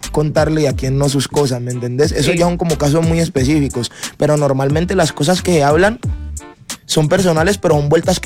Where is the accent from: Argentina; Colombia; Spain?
Colombia; Valle del Cauca; Y ella es parte de mi crew … que somos varios freestylers del Valle que somos muy amigos y hicimos una hermandad